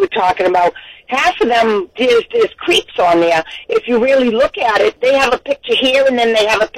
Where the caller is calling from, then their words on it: Westport, Massachusetts, United States; I'm in Westport right now.